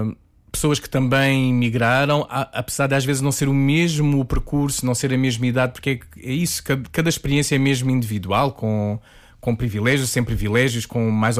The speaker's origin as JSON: {"language": "Portuguese", "region": "Algarve", "country": "Portugal", "tie": "born or raised there", "moved": "as an adult", "lives_now": "Lisbon, Portugal", "said": "Eu nasci no Algarve, eu sou algarvio, apesar de ter vindo aos 18 anos para Lisboa."}